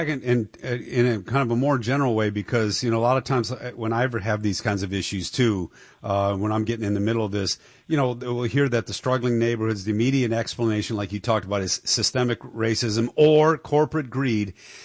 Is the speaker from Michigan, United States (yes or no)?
yes; Detroit, Michigan, United States; Yeah, I mean, my hometown's Detroit.